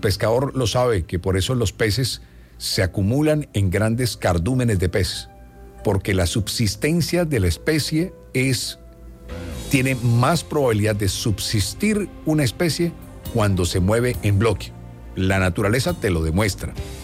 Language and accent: Spanish; Colombia; Eso es lo que tenemos que hacer como colombianos ahora mismo.